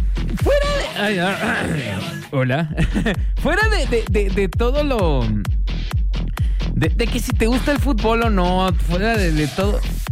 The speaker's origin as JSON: {"language": "Spanish", "country": "Mexico"}